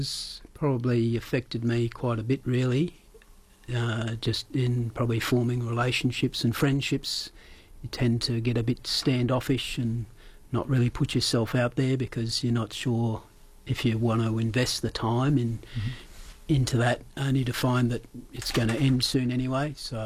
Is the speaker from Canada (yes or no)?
no; Canberra, Australian Capital Territory, Australia; So I was in Canberra for 4 years during that period, from about 6 years old to 10 years old.